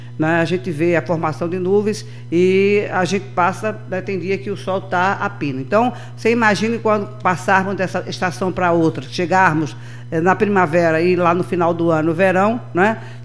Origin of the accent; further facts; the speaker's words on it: Brazil; a gente, como brasileiro